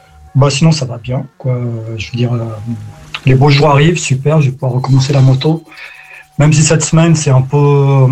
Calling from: Switzerland; Voilà, sinon, bon, ben moi je suis en Suisse

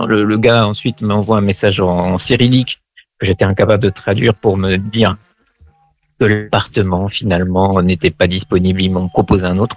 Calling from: Meaux, Île-de-France, France; j'habite à Meaux, en région parisienne.

